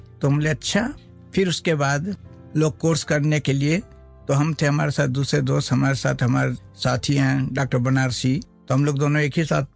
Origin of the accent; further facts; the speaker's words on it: Hazaribagh, Jharkhand, India; also born or lived in Dhanbad / Ranchi; हमारा जन्म झारखंड में हुआ, हजारीबाग। झारखंड पहले बिहार में था, लेकिन झारखंड हजारीबाग, वहाँ से वहीं हम पढ़े। हम तो राजपूत फैमिली से हैं